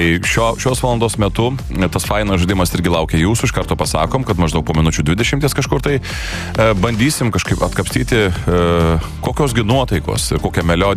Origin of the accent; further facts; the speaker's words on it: Panevėžys, Panevėžys County, Lithuania; now in Vilnius, Lithuania; tu gyveni Vilniuje, aš gyvenu Vilniuje, aš kilęs iš Panevėžio, tu irgi iš Panevėžio